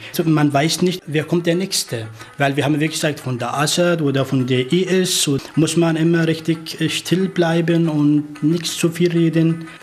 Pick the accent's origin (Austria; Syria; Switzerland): Syria; Tishrin; German is a second language; now in Germany; Ich komme aus Syrien, geboren in Tishrin, der so Nordsyrien. Grenze von der Irak.